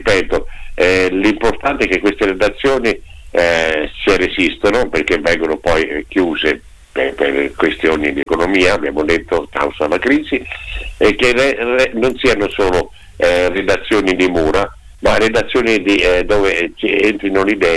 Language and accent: Italian; Perugia, Umbria, Italy